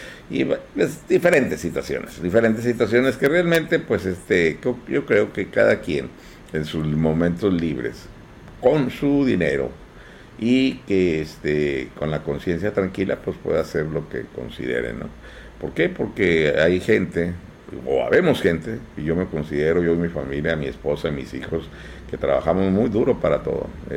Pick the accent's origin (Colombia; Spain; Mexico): Mexico; pero pues somos mexicanos, sentimos orgullosos de lo que hacen nuestros jugadores